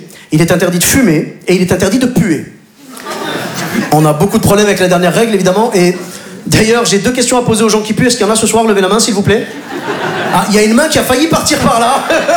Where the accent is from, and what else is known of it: Morocco